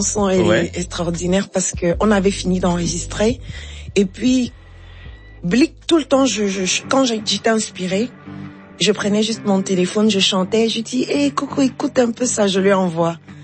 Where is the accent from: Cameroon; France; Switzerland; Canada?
Cameroon; Chez les Béti, chez nous, au Cameroun, on va dire l'onkul.